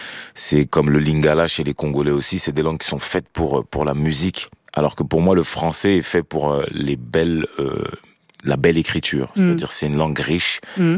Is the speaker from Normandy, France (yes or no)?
no; Marseille, Provence-Alpes-Côte d'Azur, France; born there; Moi, je suis né à Marseille. Ils arrivent, je crois. Je suis né en 96.